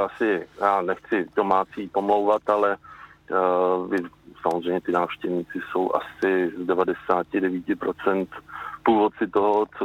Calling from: South Bohemian Region, Czechia; já jsem kovaný Jihočech

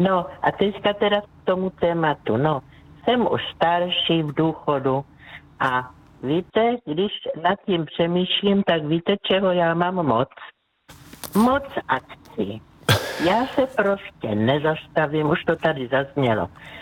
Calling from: South Moravian Region, Czechia; Takže já jsem z Jižní Moravy, takže tam od Břeclavy

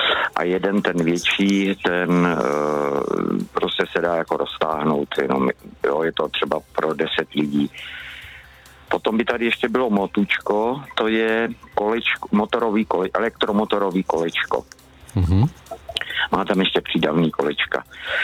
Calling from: Hradec Králové Region, Czechia

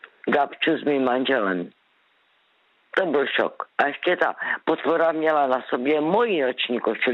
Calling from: Zlín Region, Czechia; zdravím všechny posluchače, hlavně z Valach, protože jsem z Valašska.

